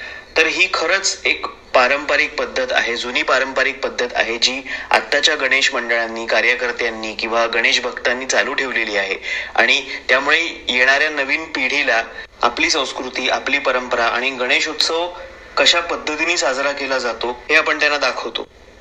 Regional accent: Mumbai, Maharashtra, India; मी 25 वर्षांचा आहे आणि मी एक गिरगावकर आहे.

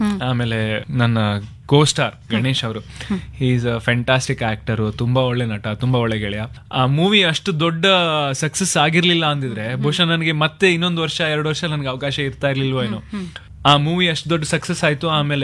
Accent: Thirthahalli, Karnataka, India; ನಾನು ಹೇಳಿದೆ ತೀರ್ಥಹಳ್ಳಿಯಿಂದ

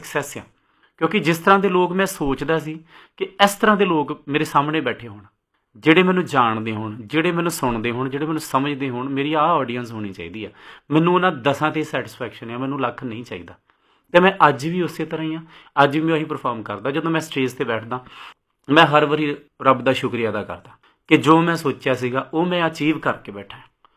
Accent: Punjab, India; ਮੈਂ ਤਰਨ ਤਾਰਨ ਜ਼ਿਲ੍ਹੇ ਦਾ, ਉਹ ਬਿਲਕੁਲ ਬਾਰਡਰ 'ਤੇ ਸਾਡਾ ਪਿੰਡ ਆ

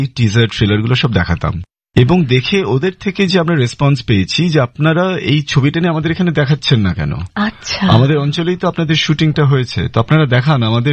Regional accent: Durgapur, West Bengal, India; born or raised there

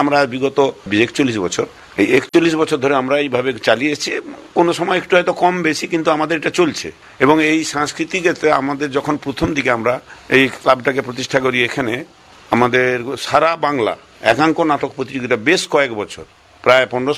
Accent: Mahishadal, West Bengal, India; born or raised there

